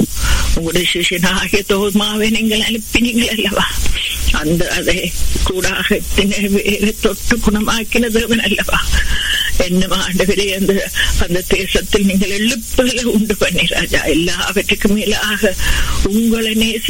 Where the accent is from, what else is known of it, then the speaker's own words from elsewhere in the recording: Sri Lanka; நாங்க பிறந்து வளர்ந்த தேசமாக இலங்கை தேசத்துக்காக அந்த அழகிய தீவுக்காக